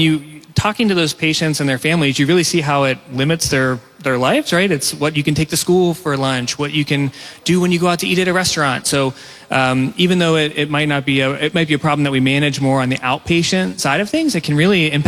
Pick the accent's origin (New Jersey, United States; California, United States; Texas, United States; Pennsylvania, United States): Pennsylvania, United States; now in Pittsburgh, United States; I grew up in the Pine Ridgeland area